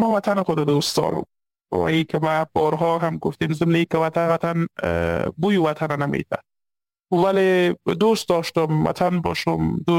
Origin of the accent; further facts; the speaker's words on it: Afghanistan; born there; چون من خودم یکی از در خانواده های البته افغانی به دنیا آمدیم،